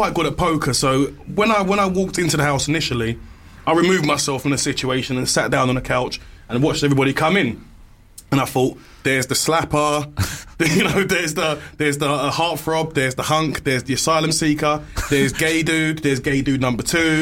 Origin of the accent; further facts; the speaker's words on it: Nigeria; now in United Kingdom; I'm a Nigerian.